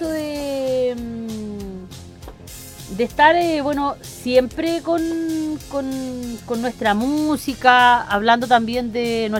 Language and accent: Spanish; Chile; no somos chilenos solamente en septiembre, yo siempre digo.